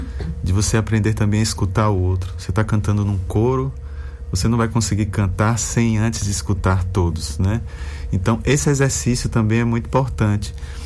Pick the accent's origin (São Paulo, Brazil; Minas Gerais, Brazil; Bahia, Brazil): Bahia, Brazil; born there; moved away; o local onde eu nasci, a região onde eu nasci, que é a região do semiárido, região ali entre Senhor do Bonfim e Itiúba.